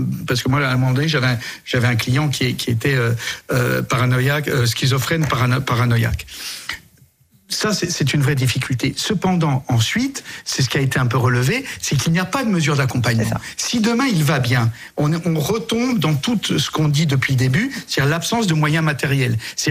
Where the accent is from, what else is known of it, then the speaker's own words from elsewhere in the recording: Corsica, France; chez nous, en Corse